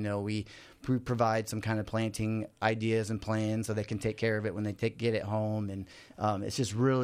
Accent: Midwest, United States; I'm from the Midwest.

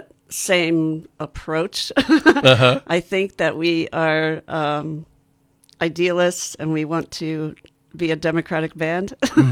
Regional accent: Chicago, Illinois, United States; I'm from Chicago

